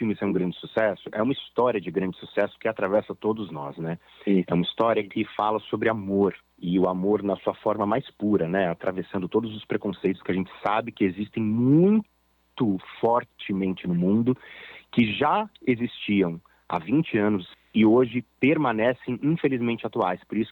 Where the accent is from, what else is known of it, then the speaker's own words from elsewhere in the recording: São Paulo, Brazil; moved away as an adult; also born or lived in Rio de Janeiro; eu me mudei para o Rio de Janeiro, sou de São Paulo, para fazer o espetáculo.